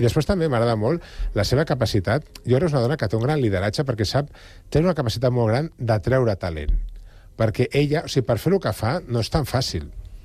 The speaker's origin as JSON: {"language": "Catalan", "town": "L'Hospitalet de Llobregat", "region": "Catalonia", "country": "Spain", "said": "Jo soc d'Hospitalet, no?, ja l'hi deia abans a la Carme, no?, i un punt flamenquillo d'Hospitalet també el porto."}